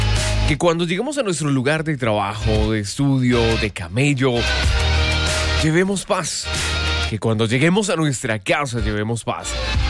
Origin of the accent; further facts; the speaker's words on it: Colombia; Como buen colombiano, hay que levantarse, sacudirse un poco el polvo.